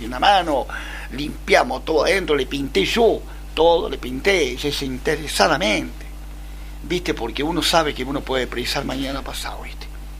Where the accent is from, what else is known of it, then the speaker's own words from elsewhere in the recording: Villa Rossi, Córdoba, Argentina; Yo ido hasta Villa Rossi a cantar gratis, Miguel. Sí, tu pueblo. Mi pueblo